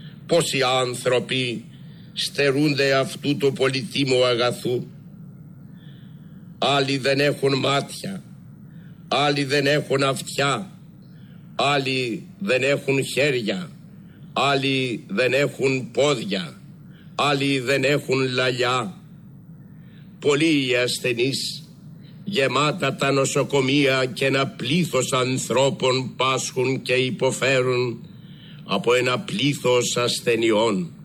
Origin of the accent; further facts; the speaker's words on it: Greece; όλοι εμείς που γεννηθήκαμε Έλληνες και ανήκουμε στο ελληνικό έθνος